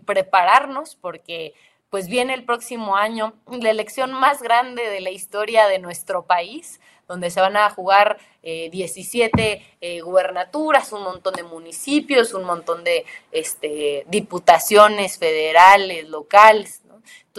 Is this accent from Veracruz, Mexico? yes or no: no; Mexico City, Mexico; yo soy de Benito Juárez